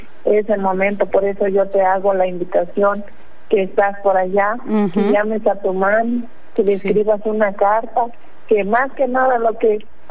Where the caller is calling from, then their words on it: Mexico; Yo como buena nativa mexicana